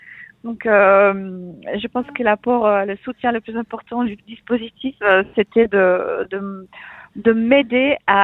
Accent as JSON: {"language": "French", "country": "Poland", "first_language": "Polish", "second_language": "French", "said": "si j'étais en Pologne et que je devais parler de tout ça en polonais, ça serait peut-être un poil plus difficile"}